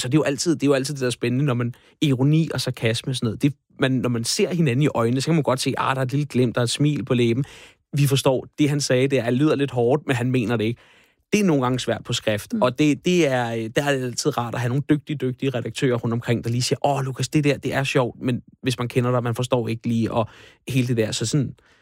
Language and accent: Danish; Frederiksværk, Capital Region of Denmark, Denmark; Frederiksværk, min gamle, hvor jeg er opvokset.